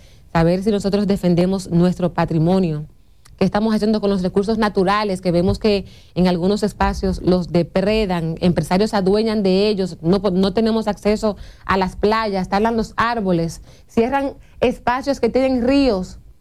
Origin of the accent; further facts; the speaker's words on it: Dominican Republic; qué estamos haciendo nosotros como dominicanos, como ciudadanos